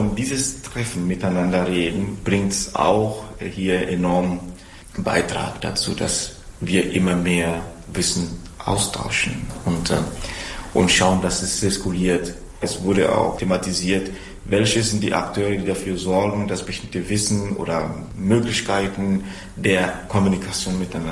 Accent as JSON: {"language": "German", "country": "Togo", "second_language": "German", "said": "Ich komme aus Togo"}